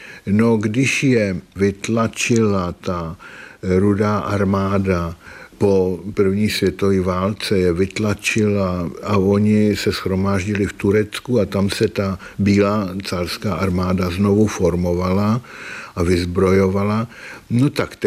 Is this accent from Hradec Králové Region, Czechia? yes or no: no; Prague, Czechia; born there; Narodil jsem se v Praze, bydleli jsme na Staroměstském náměstí ve velkém bytě.